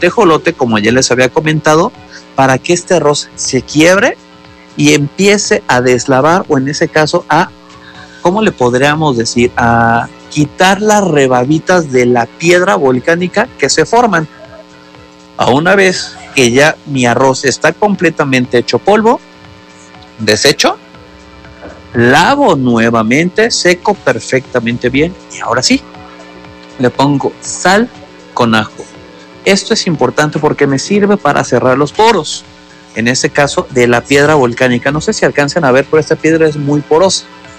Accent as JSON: {"language": "Spanish", "country": "Mexico", "said": "como mexicanos o cocineros mexicanos"}